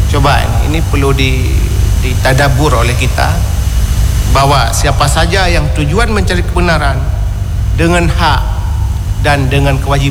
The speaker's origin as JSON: {"language": "Indonesian", "region": "Aceh", "country": "Indonesia", "said": "jadi syukur kita orang Aceh ini banyak darah-darah pejuang yang datang dari Kabul, dari Persia"}